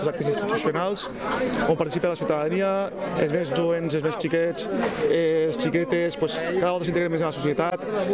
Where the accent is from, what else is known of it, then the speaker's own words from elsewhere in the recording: Pego, Valencian Community, Spain; com a valencià que soc i pegolí